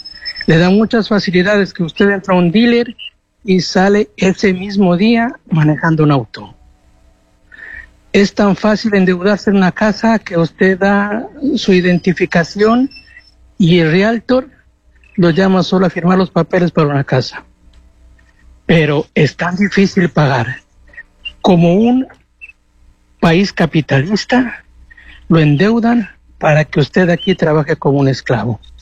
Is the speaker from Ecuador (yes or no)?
yes; Ecuador; moved away; No, nosotros somos ecuatorianos.